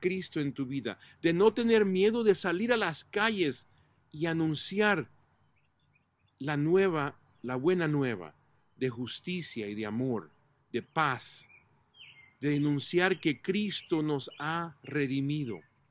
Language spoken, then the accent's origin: Spanish; El Salvador; moved away; nosotros, mis papás muy católicos, vinimos de El Salvador hace más de 40 años